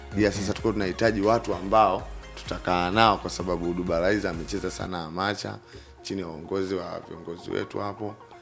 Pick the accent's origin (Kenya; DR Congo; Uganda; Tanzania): Tanzania; Iringa; natokea Ipogoro kule chini.